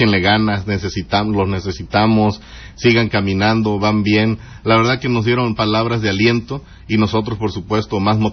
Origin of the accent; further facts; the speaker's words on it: Mexico; nos caracteriza como mexicanos